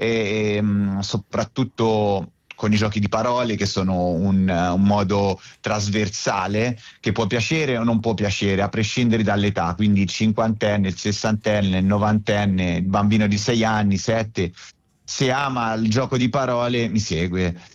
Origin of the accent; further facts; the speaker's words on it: Tuscany, Italy; cioè io chiamo babbo, sono toscano